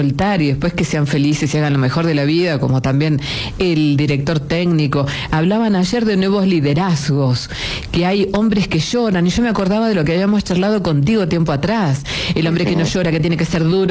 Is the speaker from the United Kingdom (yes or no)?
no; Argentina; Porque también somos, ¿no? Así como argentinos seres humanos, ¿no?